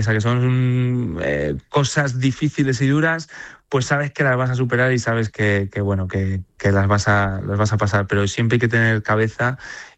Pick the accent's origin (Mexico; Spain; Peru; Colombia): Spain; yo soy el único español que está haciendo esta carrera